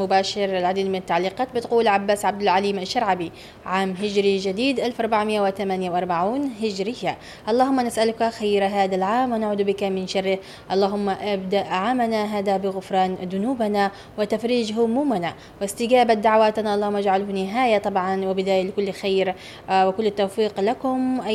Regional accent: Yemen; ونحن كشعب يمني عاطفي.

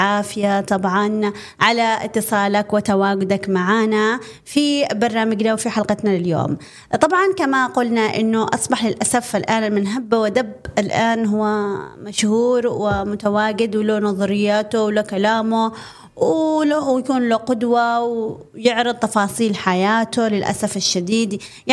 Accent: Yemen; عندنا باليمن

